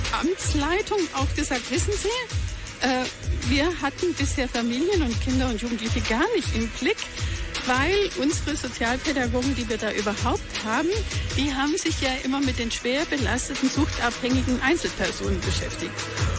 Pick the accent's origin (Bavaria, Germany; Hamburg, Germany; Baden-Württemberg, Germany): Baden-Württemberg, Germany; In Baden-Württemberg, wo ich herkomme, ist das eigentlich hat das eigentlich jede Schule mittlerweile, die Schulsozialarbeit